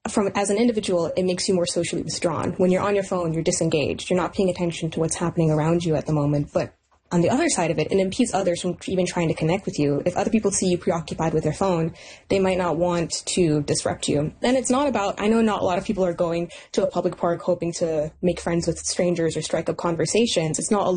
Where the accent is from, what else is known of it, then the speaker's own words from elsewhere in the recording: Richmond, British Columbia, Canada; growing up in Richmond City Center, Richmond is an immigrant city. Richmond City Center is an immigrant neighborhood.